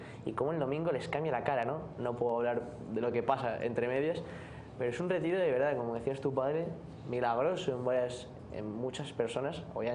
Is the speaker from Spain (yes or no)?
yes; Spain; now in Miami, United States; Y yo que vengo de España también